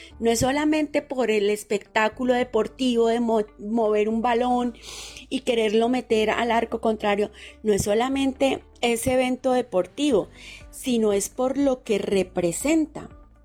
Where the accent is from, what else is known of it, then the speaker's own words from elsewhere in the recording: Colombia; somos colombianos